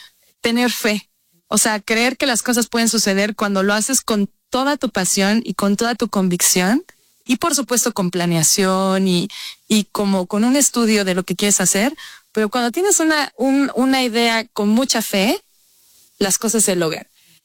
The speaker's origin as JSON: {"language": "Spanish", "region": "Oaxaca", "country": "Mexico", "said": "nosotros somos amigas desde hace mucho tiempo, las tres somos oaxaqueñas."}